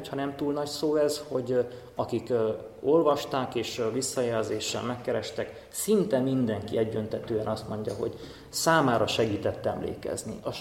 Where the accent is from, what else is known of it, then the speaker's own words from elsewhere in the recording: Fugyivásárhely, Bihor, Romania; also born or lived in Oradea (Nagyvárad), Romania; Én nagyváradi születésű vagyok, Fugyivásárhelyen nőttem fel.